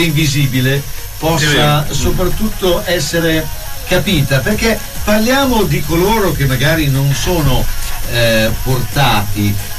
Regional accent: Anzola dell'Emilia, Emilia-Romagna, Italy; accent: Bolognese dialect; io che sono di Anzola

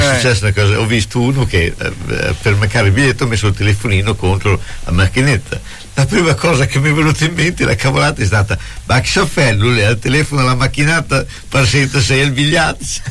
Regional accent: Bologna, Emilia-Romagna, Italy; Noi siamo bolognesi, ma siamo anche abbastanza realisti

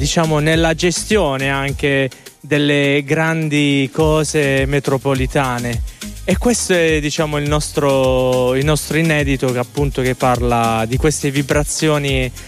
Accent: Apulia, Italy; now in Milan, Italy; noi veniamo dalla Puglia

